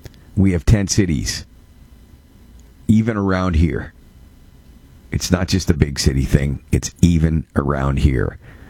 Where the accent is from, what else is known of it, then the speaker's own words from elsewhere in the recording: Canada; If there is something I feel embarrassed about as a Canadian, that's it.